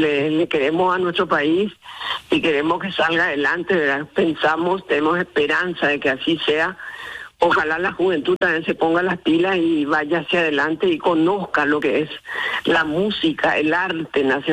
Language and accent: Spanish; Paraguay; nosotros en Paraguay